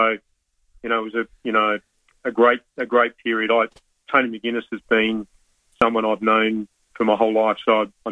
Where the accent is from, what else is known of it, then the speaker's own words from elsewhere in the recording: Park Holme, South Australia, Australia; I grew up back in the Glenelg area, so... lived in Parkholm, went to Ascot Park Primary School.